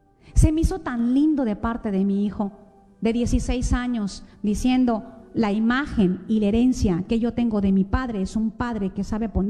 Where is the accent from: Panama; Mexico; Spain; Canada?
Mexico; yo soy mexicana